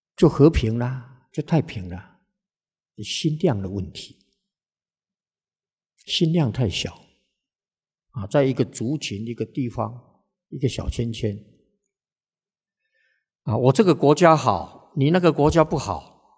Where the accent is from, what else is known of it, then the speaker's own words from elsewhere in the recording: Taiwan; 去慈济他是为我们台湾人在修福啊，